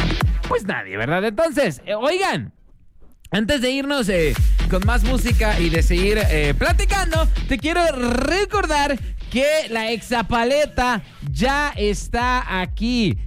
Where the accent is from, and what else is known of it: Mexico